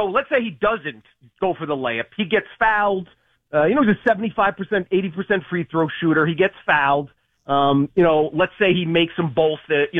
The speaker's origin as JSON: {"language": "English", "region": "New York", "country": "United States", "tie": "born or raised there", "said": "Born and raised on Long Island, I used to read your stuff in Newsday in the mid '90s."}